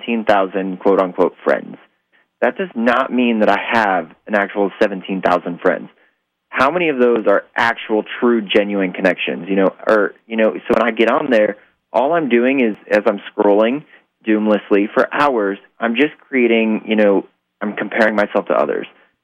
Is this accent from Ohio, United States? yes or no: yes; Ohio, United States; growing up in Northern Ohio, I spent a lot of time working with my aunt, the Salvation Army.